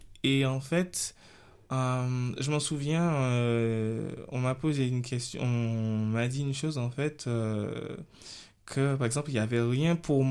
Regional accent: Martinique; now in France; Je vais rentrer chez moi en Martinique

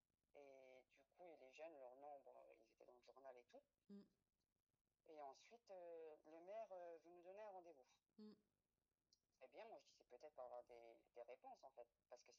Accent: France; vous savez que les voyageurs, on est français. On est même plus français que certains Français qui vivent en France. J'en ai français depuis des générations, on n'a jamais bougé de la France.

